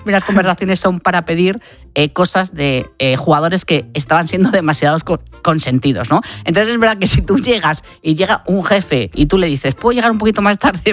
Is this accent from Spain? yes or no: yes; Spain; cuando dices soy española